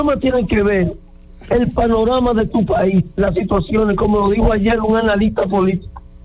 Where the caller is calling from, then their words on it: Dominican Republic; Yo soy dominicano